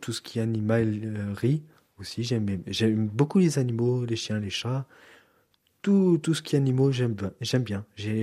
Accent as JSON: {"language": "French", "country": "France", "said": "nous on est français"}